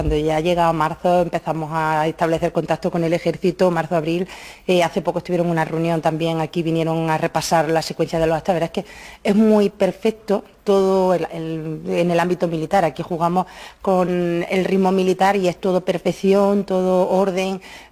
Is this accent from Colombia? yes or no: no; Bailén, Andalusia, Spain; born there; que es tradición aquí en Bailén. Entonces, desde que yo tengo uso de razón, ya me llevaban mis padres a ver Peneque